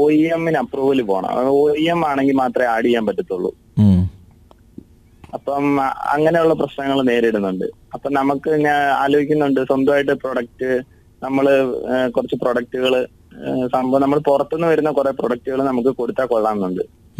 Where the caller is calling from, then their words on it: Pathanamthitta, Kerala, India; ഞാൻ പത്തനംതിട്ടയിൽനിന്നാണ് വിളിക്കുന്നത്.